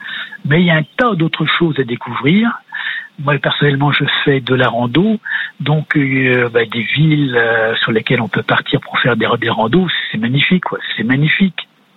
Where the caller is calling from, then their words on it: Saint-Hilaire-de-Riez, Pays de la Loire, France; Saint-Hilaire-de-Riez, Saint-Gilles-Croix-des-Vies en Vendée.